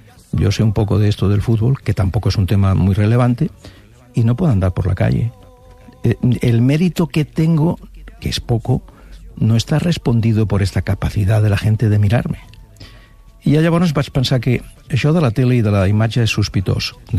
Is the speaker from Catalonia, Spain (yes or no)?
yes; Barcelona, Catalonia, Spain; Recordo que al meu barri, a Sant Gervasi, hi havia un alcalde d'aquell moment, un bon tipus